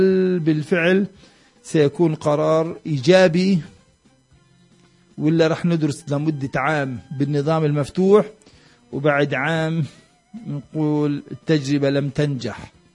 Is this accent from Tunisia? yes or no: no; Palestine; احنا كفلسطينيين